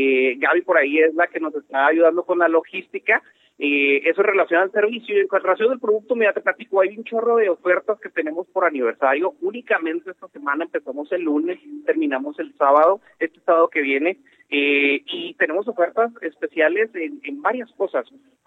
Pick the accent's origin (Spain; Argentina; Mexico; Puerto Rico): Mexico; Camargo; el barrio de La Marranera es un barrio en donde crecí yo personalmente, creció mi papá, de ahí somos.